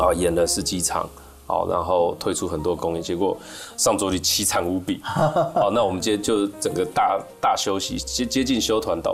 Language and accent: Chinese; Chiayi, Taiwan; 我就是想在我的家乡做。